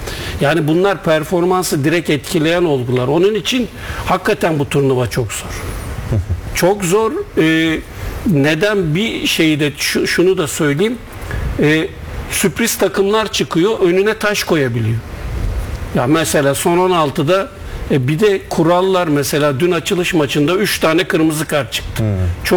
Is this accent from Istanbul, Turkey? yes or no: yes; Istanbul, Turkey; Ya ben İstanbulluyum. Doğma büyüme. Taksimliyim.